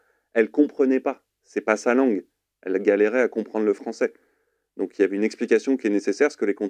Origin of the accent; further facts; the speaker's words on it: France; Je suis blanc, je suis né en France, mes parents sont nés en France. Je suis un Français de souche, en fait.